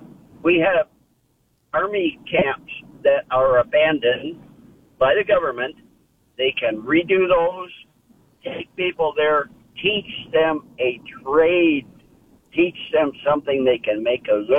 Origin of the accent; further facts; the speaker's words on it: Windsor, Ontario, Canada; I grew up in Windsor. I lived in Windsor all my life.